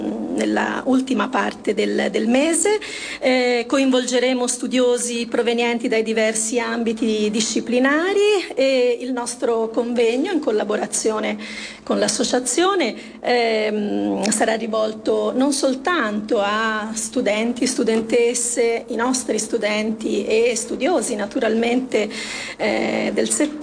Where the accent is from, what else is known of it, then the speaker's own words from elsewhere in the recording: Tuscany, Italy; accent: Tuscan; avrete sentito dall'accento che sono toscana